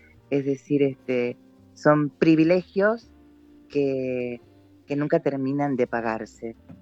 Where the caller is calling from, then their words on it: Buenos Aires Province, Argentina; lo que está pasando acá en provincia